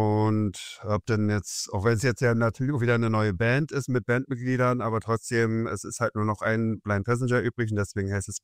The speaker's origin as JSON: {"language": "German", "town": "Zossen", "region": "Brandenburg", "country": "Germany", "tie": "born or raised there", "said": "Also gebürtig in Zossen, das ist im Südrand von Berlin. Gebürtiger Ostrand-Berliner sozusagen. Aber bin in der DDR aufgewachsen, ja."}